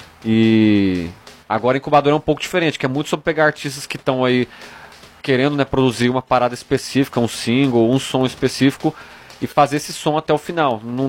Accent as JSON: {"language": "Portuguese", "town": "Goiânia", "region": "Goiás", "country": "Brazil", "moved": "as an adult", "lives_now": "Caruaru, Brazil", "said": "Goiânia, Goiás."}